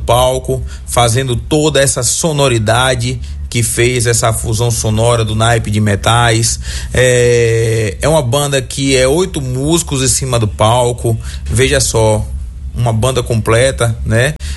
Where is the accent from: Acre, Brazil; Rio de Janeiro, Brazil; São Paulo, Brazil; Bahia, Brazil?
Bahia, Brazil; orgulho para nós que somos baianos